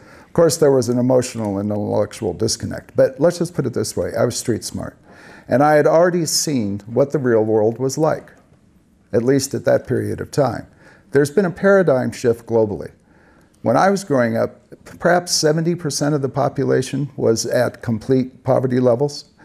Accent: Philippines; I grew up in the Philippines in the 50s and the 60s.

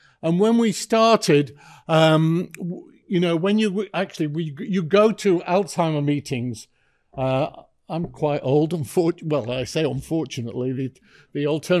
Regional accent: England, United Kingdom; but as an Englishman, I certainly did not understand the US funding system.

